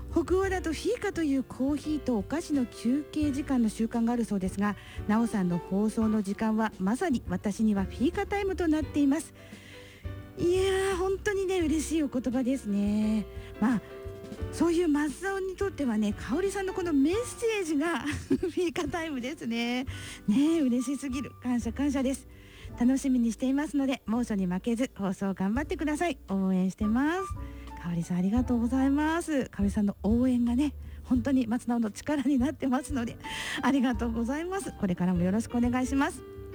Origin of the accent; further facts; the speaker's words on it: Ibaraki, Japan; 私たち茨城県民もね、震災を経験してますからね、